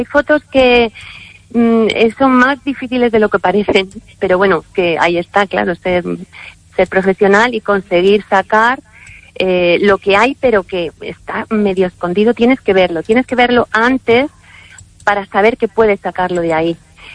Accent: Madrid, Community of Madrid, Spain; Entonces, aunque yo soy de Madrid, pues mi origen está aquí y tengo casa en una aldea de Orense

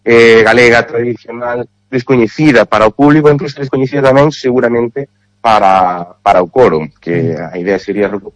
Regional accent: Carballo, Galicia, Spain; son de Carballo, que pues además me hace moitísima ilusión dirixir … aquí en Carballo temos unha tradición moi grande de música tradicional galega

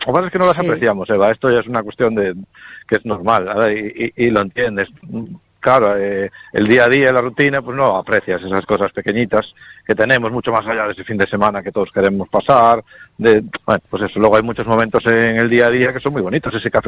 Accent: Galicia, Spain; qué bonita es mi tierra

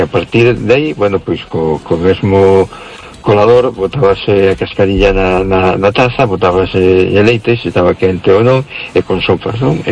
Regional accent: A Coruña, Galicia, Spain

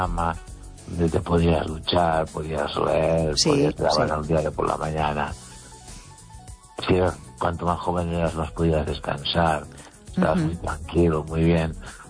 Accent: Galicia, Spain; Y mi pueblo está a unos 9 kilómetros 8 de Los Peares. Está en la altura de la montaña.

